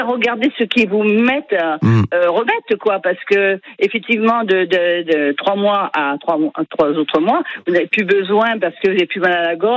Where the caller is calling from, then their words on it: La Seyne-sur-Mer, Provence-Alpes-Côte d'Azur, France; Je suis à Seyne-sur-Mer, c'est ça.